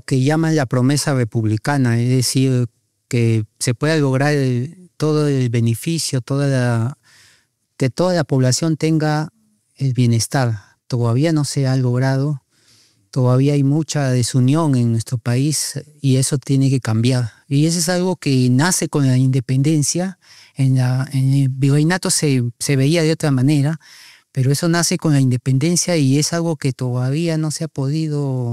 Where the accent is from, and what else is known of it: Peru